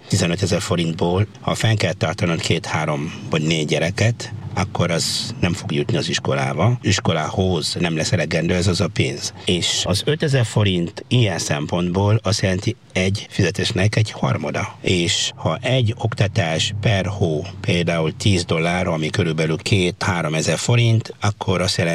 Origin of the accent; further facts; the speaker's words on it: DR Congo; now in Hungary; a Kongóban, ahonnan származom